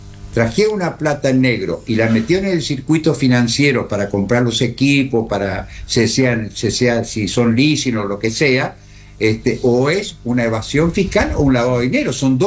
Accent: Chaco, Argentina; El Chaco, nosotros somos dependientes de la Nación.

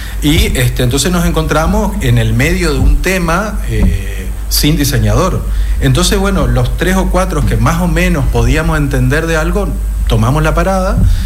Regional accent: Corrientes, Argentina; born there; moved away as an adult; now in Resistencia, Argentina; Yo soy nacido de Corrientes, lo que pasa es que a esta altura ya me considero más chaqueño

